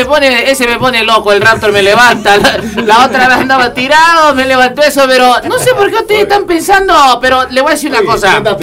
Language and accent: Spanish; Argentina; O sea, soy argentino, pero sí la sudé también.